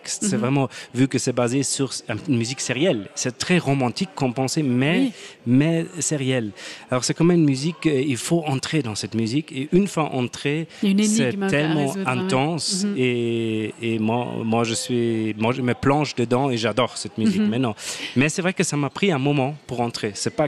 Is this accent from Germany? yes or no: yes; Munich, Bavaria, Germany; born there; French is a second language; moved away; Allemand, de Munich.